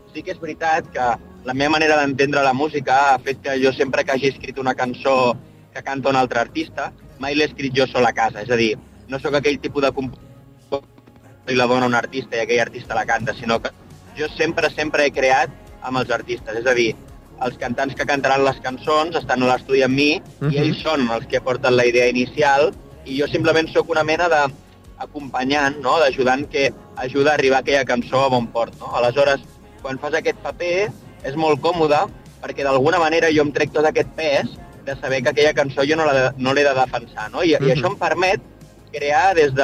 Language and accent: Catalan; Vidreres, Catalonia, Spain; sóc un noi de Vidreres que porta tota la vida fent música